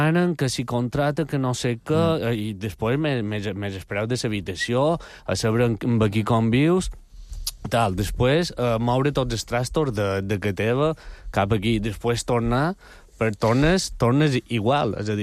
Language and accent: Catalan; Balearic Islands, Spain; No, no, jo soc mallorquí.